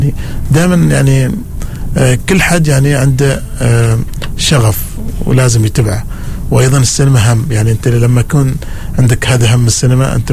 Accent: Oman

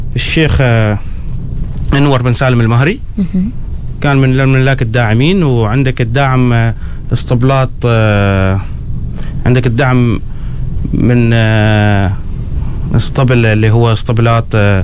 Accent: Oman; فالأشياء هذه ما متوفرة يمكن في عندنا في عمان.

